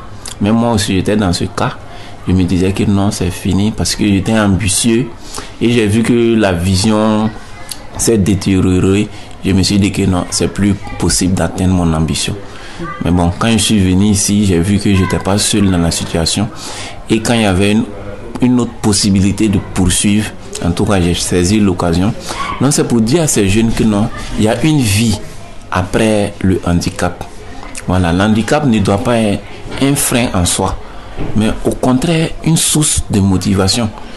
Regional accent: Burkina Faso; C'est parce que chez nous, au Burkina, on ne sait pas

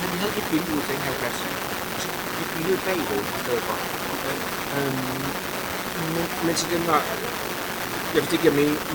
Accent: Næstved, Zealand, Denmark; now in Copenhagen, Denmark; Jeg er nyt vildt fra Næstved Hovedsæt.

